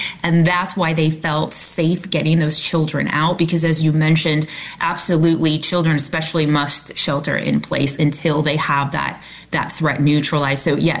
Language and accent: English; California, United States; Yeah, so 4 acres, and again, I'm from California.